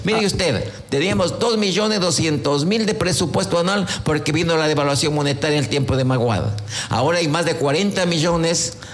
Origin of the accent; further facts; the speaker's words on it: Quevedo, Los Ríos, Ecuador; Y somos ecuatorianos hasta el último